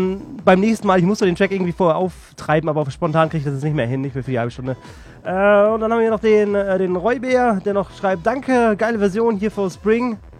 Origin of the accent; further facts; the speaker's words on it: East Germany, Germany; Ich als Ossi feiere es.